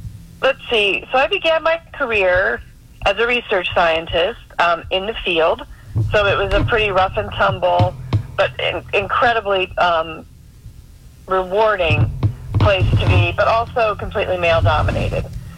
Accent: Chesapeake Bay area, United States; So early on, I grew up on the East Coast in the Chesapeake Bay area, and my family had been there forever, very traditional hunters, carvers

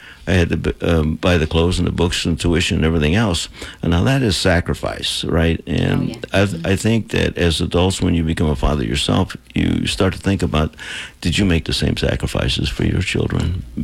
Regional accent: Chicago, Illinois, United States; born there; I was born in Chicago, Illinois, that's correct.

